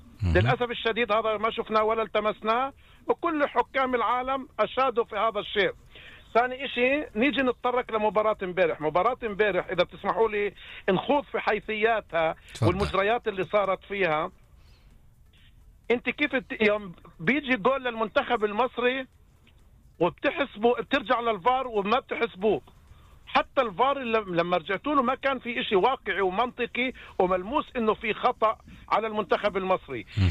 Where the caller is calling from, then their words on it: Nablus, West Bank, Palestine; أنا بحكي معاكم من نابلس.